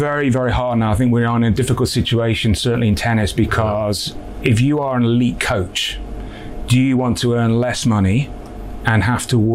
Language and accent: English; North West England, United Kingdom; I really do believe, I'm from Lancashire, Lee.